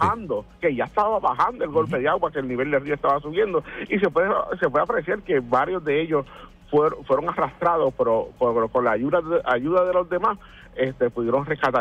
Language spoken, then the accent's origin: Spanish; Puerto Rico